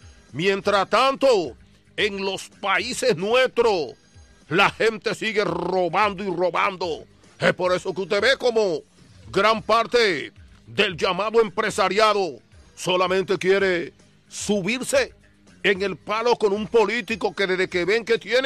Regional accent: Dominican Republic; now in United States; mi país, República Dominicana

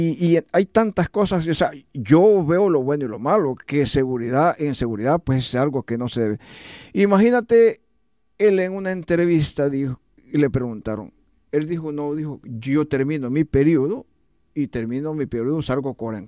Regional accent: El Salvador; moved away; Yo soy salvadoreño con orgullo

